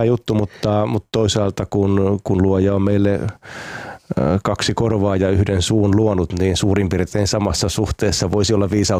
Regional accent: Tuusula, Uusimaa, Finland; siellä mä oon asunut lapsuus- ja nuoruusvuodet siinä Tuusulan kirkonkylän Hyrylän reunoja. Se on pari talon puolikkaassa, siellä asuttiin aika, uskoisin, että aika tavallisessa suomalaisessa perheessä, että isä, äiti ja kaksi lasta.

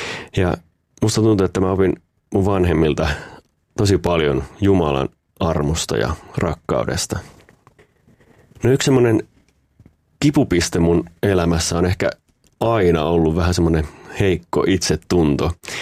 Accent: Peräseinäjoki, South Ostrobothnia, Finland; mä oon viettänyt lapsuuden ja nuoruuden tuolla Etelä-Pohjanmaalla Peräseinäjoella ja oon kristitystä perheestä lähtöisin, saanut kasvaa uskoon ihan pienestä pitäen.

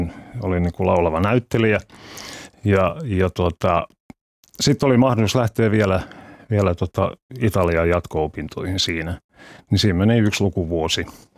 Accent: Salo, Southwest Finland, Finland; Salossa. Joo, sitten meillä oli bändi, oli tämä Helsingissä ja kun sain ajokortin, niin tulin sitten aina ajon Salosta Helsinkiin treeneihin edestakaisin.

